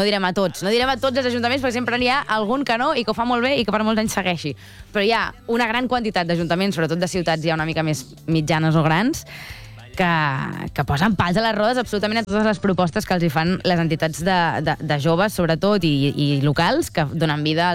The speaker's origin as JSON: {"language": "Catalan", "town": "Blanes", "region": "Catalonia", "country": "Spain"}